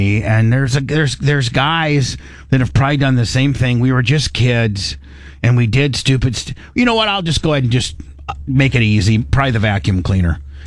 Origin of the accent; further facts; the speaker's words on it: Midwest, United States; as of just a regular kid growing up in the Midwest.